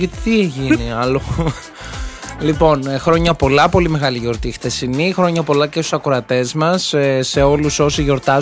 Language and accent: Greek; Neochori, Central Macedonia, Greece; moved away; Πήγα στους δικούς μου στις αίρες στο χωριό μου, στο Νεοχώρι